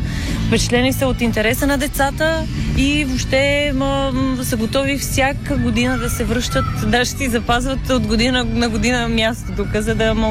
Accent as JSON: {"language": "Bulgarian", "town": "Sandanski", "region": "Blagoevgrad Province", "country": "Bulgaria", "tie": "born or raised there", "said": "От Сандански съм родом и живея там."}